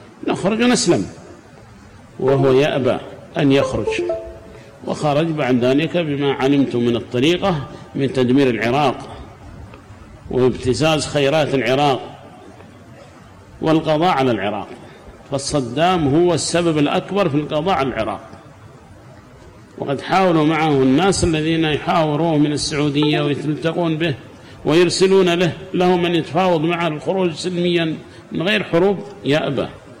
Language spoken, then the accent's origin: Arabic; Yemen